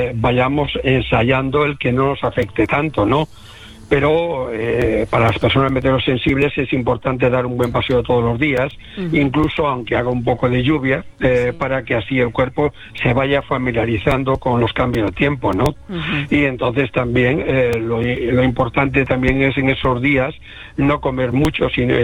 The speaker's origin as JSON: {"language": "Spanish", "region": "Galicia", "country": "Spain", "said": "Como buen gallego voy allí."}